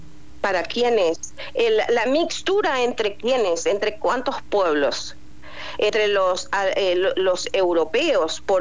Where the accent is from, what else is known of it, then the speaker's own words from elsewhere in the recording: Argentina; todos y todas como pueblo argentino